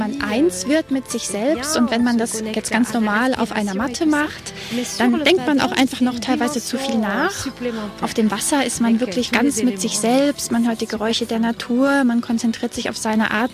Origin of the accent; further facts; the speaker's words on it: Belgium; Ich bin ursprünglich aus Belgien und wegen der Liebe hierher gekommen, weil mein Mann liebt einfach den Ozean und er liebt die Wellen